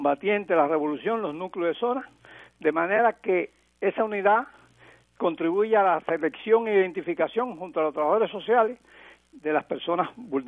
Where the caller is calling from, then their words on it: Santiago de Cuba, Cuba; de Santiago de Cuba